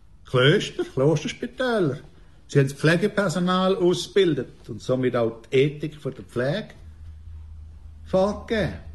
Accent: Switzerland; ich komme aus Altstetten.

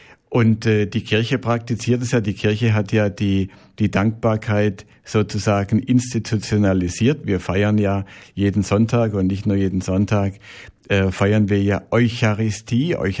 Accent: Swabia, Germany; Ich bin ja Schwabe und das weiß man wahrscheinlich auch in der Schweiz, dass die Schwaben dafür bekannt sind

